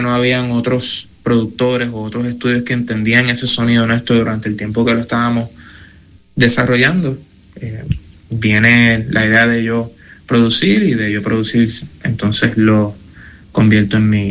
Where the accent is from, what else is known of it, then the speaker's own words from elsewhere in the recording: Puerto Rico; Siendo puertorriqueño